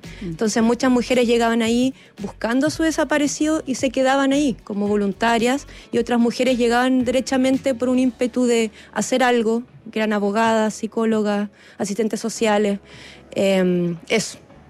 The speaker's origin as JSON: {"language": "Spanish", "area": "Chiloé", "region": "Los Lagos", "country": "Chile", "also_born_or_lived": "Santiago / Puerto Montt", "moved": "yes", "said": "Yo soy chilota."}